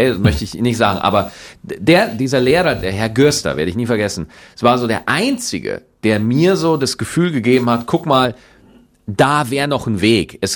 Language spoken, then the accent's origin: German; Schwarzach, Bavaria, Germany; Also ich bin in Schwarzach zur Schule gegangen. Also es ist wirklich ein bayerisches Dorf.